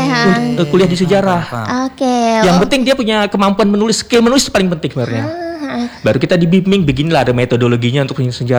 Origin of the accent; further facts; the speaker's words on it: Samarinda, East Kalimantan, Indonesia; moved away as an adult; ketika saya bekerja di luar Kaltim, nah itu ada perasaan kangen sama kampung halaman